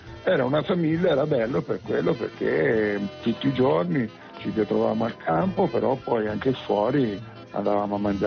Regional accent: Tuscany, Italy; born or raised there

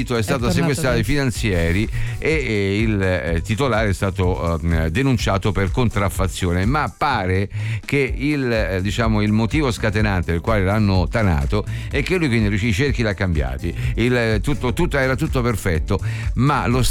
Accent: Calabria, Italy; Questa arriva dalla mia terra, dalla Calabria

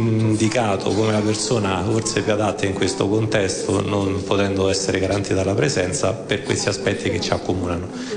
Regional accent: Pisa, Tuscany, Italy; io sono, insomma, al servizio dello Stato come pisano.

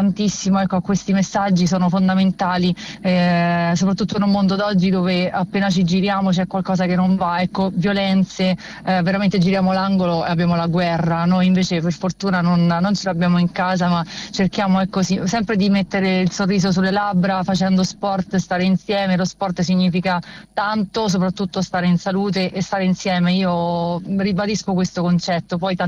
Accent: Rome, Lazio, Italy; ho avuto il piacere di tornare da dove sono nata e cresciuta nel Foro Italico di Roma

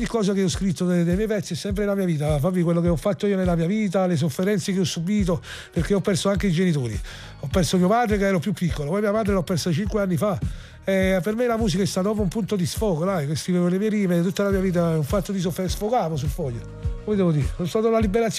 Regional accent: Acerra, Campania, Italy; born there; sì, dove sono nato io, dove è nato Pulcinella, che là è stato bellissimo perché ho fatto live con … ho fatto live con lui e là veramente mi ha supportato tutta Acerra

